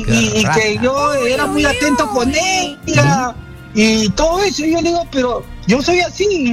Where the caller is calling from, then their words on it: Lima, Peru; De acá, del Agustino.